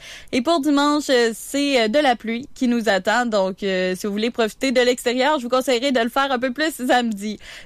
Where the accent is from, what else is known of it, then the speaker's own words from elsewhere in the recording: Sainte-Angèle-de-Mérici, Quebec, Canada; Je viens de Saint-Angèle, de Mérissy, et moi, en fin de semaine, je vais profiter du beau et mauvais temps à l'extérieur.